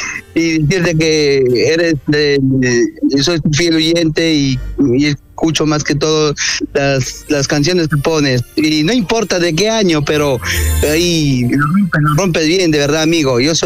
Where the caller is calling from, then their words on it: Trujillo, La Libertad, Peru; Yo soy de acá de Libertad, Trujillo, amigo